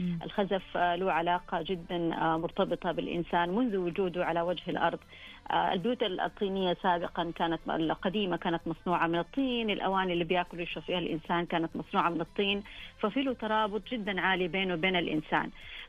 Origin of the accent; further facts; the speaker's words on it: Saudi Arabia; أقدر أقول لك هوية بلادي المملكة العربية السعودية بكبر مساحتها وتعدد ما شاء الله المناطق اللي فيها.